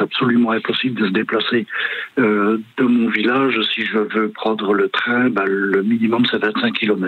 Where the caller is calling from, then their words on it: Wallonia, Belgium; je vous appelle d'un petit village dans la région de Bastogne, entre Bastogne et Libramont-Saint-Aude.